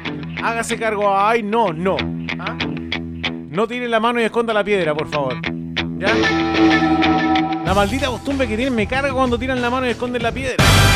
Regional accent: Talca, Maule, Chile; moved away; Ustedes saben que soy de Talca

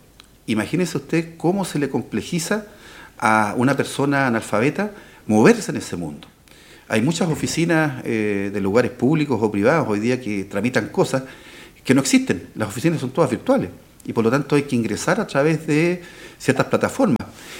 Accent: Chile

